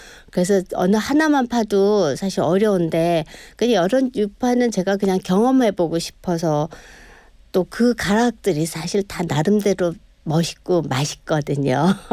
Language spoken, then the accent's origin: Korean; South Korea; 제가 한국에서 왔다, 사우스 오브 코리아다